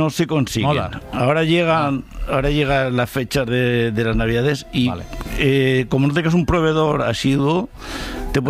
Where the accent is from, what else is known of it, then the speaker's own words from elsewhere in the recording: Mora, Castilla-La Mancha, Spain; yo soy de una zona de Toledo, cerca de toda la zona de Aranjuez, y en la zona de Aranjuez, y bueno, yo soy de Mora de Toledo exactamente, y allí en clase, de chavales, éramos tres